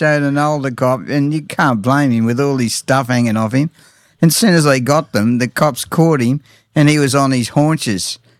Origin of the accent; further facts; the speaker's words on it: Australia; I'm an Australian.